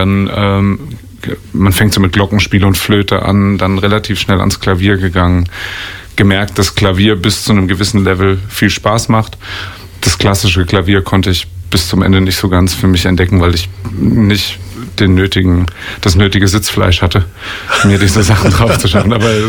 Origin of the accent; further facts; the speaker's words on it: Mainz, Rhineland-Palatinate, Germany; Genau, ich bin in Mainz geboren. Zur Schule gegangen.